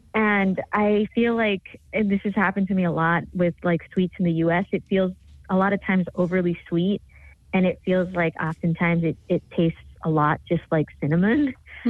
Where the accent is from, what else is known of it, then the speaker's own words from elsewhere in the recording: Venezuela; now in United States; So I'm from Venezuela, and in Venezuela, we don't have four seasons, right? So when I came to the US